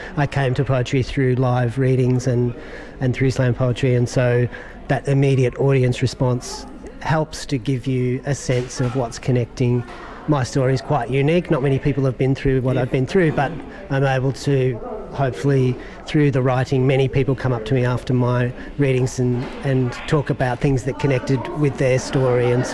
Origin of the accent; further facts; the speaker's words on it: Victoria, Australia; now in Mullumbimby, Australia; I grew up on the Great Ocean Road in Melbourne